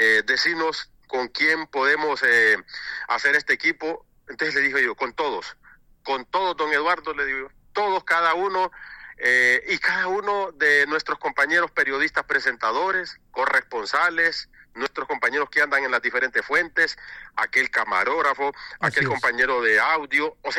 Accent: Honduras; Como sociedad hondureña nos perdona.

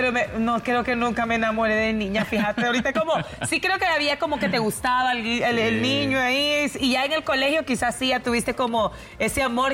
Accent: Honduras; todos como buenos hondureños

